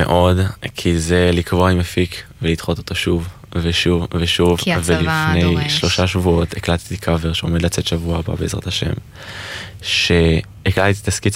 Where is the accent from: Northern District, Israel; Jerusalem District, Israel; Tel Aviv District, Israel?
Northern District, Israel; בן 20, מקיבוץ בצפון, קיבוץ גבעת.